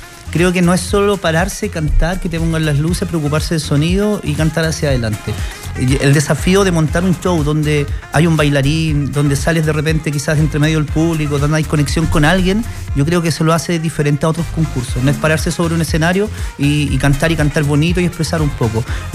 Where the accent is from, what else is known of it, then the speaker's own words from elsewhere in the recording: Graneros, O'Higgins, Chile; now in Puente Alto, Chile; Yo, mira, desde Granero, pero vengo desde Puente Alto. De hecho, ahora vengo desde Lampa, imagínate.